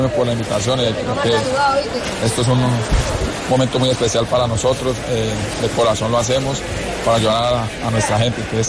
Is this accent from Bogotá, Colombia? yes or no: no; Manizales, Caldas, Colombia; era nuestra ciudad así derrumbada. Pero bueno, creo que Manizales, todos somos de corazón grande y vamos a sacar esto adelante